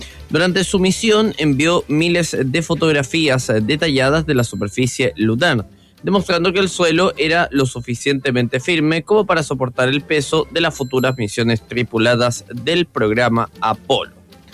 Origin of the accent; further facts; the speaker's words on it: Concepción, Biobío, Chile; yo soy de Concepción.